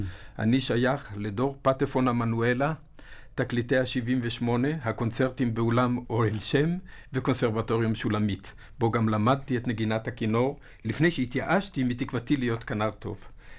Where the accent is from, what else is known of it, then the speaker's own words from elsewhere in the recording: Rishon LeZion, Central District, Israel; אני מראשון לציון